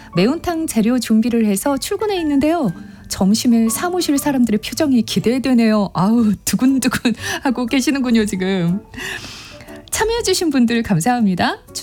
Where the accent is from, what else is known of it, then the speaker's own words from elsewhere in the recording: Jeolla, South Korea; moved away; 제가 고향이 전라도 쪽이라 담양을 예전에는 자주 갔었는데 최근에는 좀 못 갔었거든요.